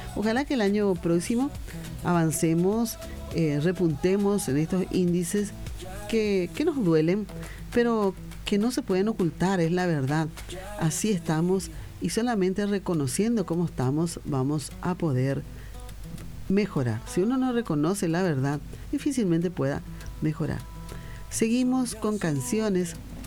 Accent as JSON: {"language": "Spanish", "country": "Paraguay"}